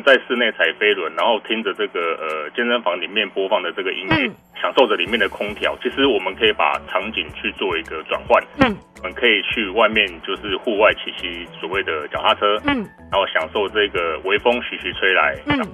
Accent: Taiwan

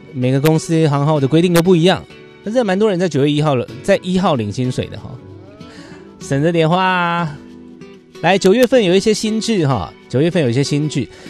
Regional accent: Sanxia, New Taipei, Taiwan; moved away; 因为身为一个土生土长的三峡人哈

